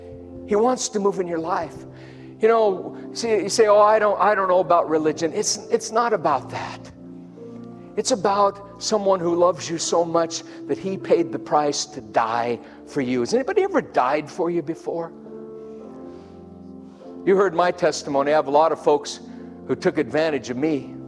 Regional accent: Denver, Colorado, United States; I'm nothing special. I'm white trash from Denver, Colorado. But God took the trash out.

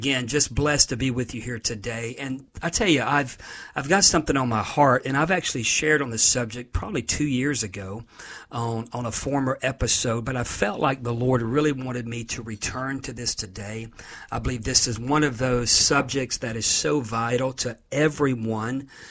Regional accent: Florida, United States; my home state of Florida is being hit by a hurricane.

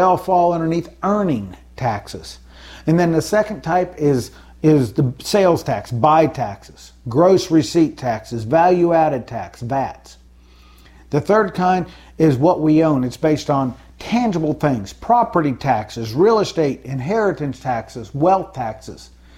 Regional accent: United States; I'm part of that system as an American.

